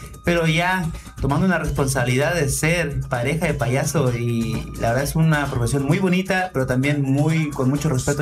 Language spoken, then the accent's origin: Spanish; Santiago, Santiago Metropolitan Region, Chile; de Santiago de Chile